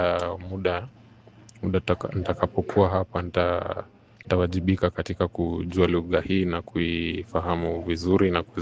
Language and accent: Swahili; Nairobi, Kenya; nimetoka county ya Nairobi.